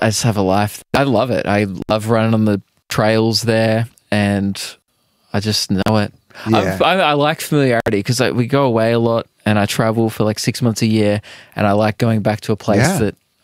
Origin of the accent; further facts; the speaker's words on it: Melbourne, Victoria, Australia; also born or lived in Eltham; I grew up in the northeastern suburbs of Melbourne, Diamond Creek.